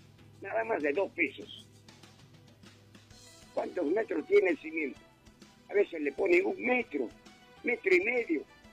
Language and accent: Spanish; Huaraz, Ancash, Peru; en mi tierra, en Huaraz. El terremoto trajo abajo a toditas las casas de la avenida Tarapacá, donde yo vivo.